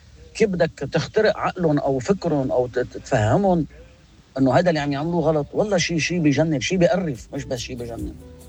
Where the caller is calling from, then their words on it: Beirut, Beirut Governorate, Lebanon; أنا من بيروت، أنا ما دخل لي مغدوشة